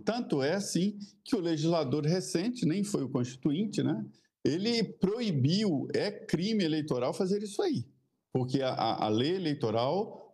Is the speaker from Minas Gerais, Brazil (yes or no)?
yes; Minas Gerais, Brazil; Eu sou mineiro, mas sou do Nordeste de Minas.